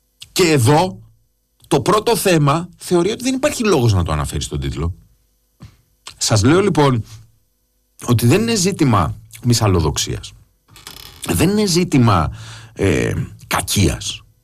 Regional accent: Greece; Αυτό που έχουμε ζήσει εμείς, υποτίθεται γηγενείς λευκοί κανονικοί Έλληνες

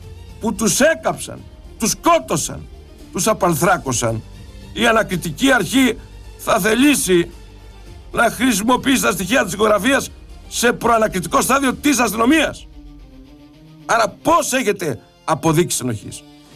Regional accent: Greece; Ντρέπομαι που είμαι Έλληνας τηλεθεατής

